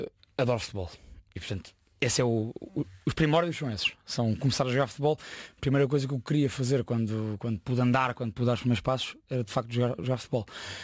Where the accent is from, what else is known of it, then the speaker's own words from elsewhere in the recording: Lisbon, Portugal; Eu sou da Margem Sul.